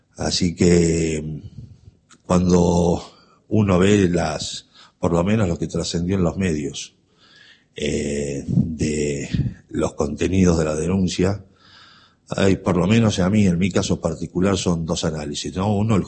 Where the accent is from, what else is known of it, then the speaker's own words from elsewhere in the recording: Tucumán, Argentina; nosotros ya como tucumanos